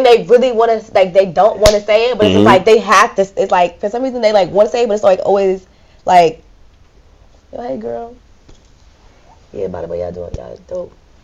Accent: Hackensack, New Jersey, United States; I'm from Hackensack.

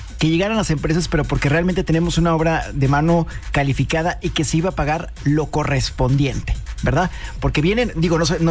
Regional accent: Mexico

